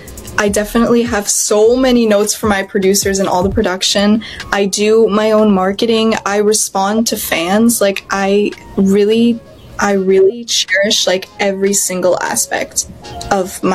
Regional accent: Canada; I'm from Canada, so I'm part Filipino, part French Canadian. I actually speak fluent French.

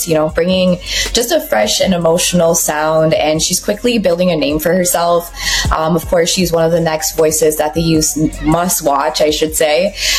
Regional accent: New York City, New York, United States; I'm a New Yorker

